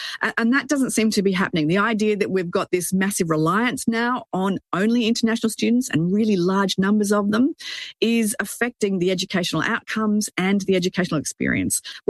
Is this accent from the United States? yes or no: no; Melbourne, Victoria, Australia; my hometown of Melbourne